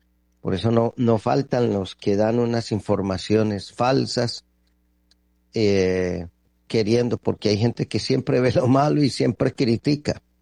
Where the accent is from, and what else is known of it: Colombia